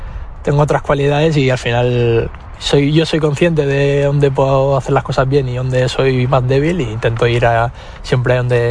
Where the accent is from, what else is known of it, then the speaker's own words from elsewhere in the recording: Mataró, Catalonia, Spain; moved away as an adult; now in Córdoba, Spain; Nací aquí en Barcelona, en Mataró